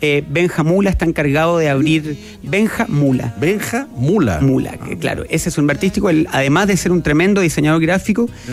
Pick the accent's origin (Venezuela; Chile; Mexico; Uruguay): Chile; Santiago, Santiago Metropolitan Region; now in Maitencillo, Chile; Yo soy de Santiago y en pandemia fui a vivir allá.